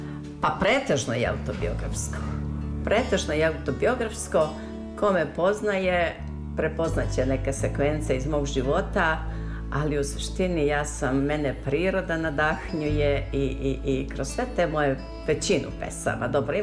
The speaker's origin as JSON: {"language": "Serbian", "town": "Šljivovica", "region": "Zlatibor District", "country": "Serbia", "tie": "born or raised there", "lives_now": "Užice, Serbia", "said": "Moje rodno selo Šljivovica nalazi se na padinama Zlatibora. I ja sam kao dete tu i rasla i odrasla"}